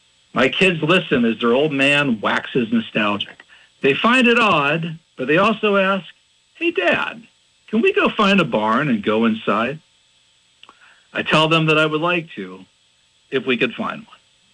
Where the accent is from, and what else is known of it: Butler, Pennsylvania, United States; born or raised there; also born or lived in Pittsburgh / Russellton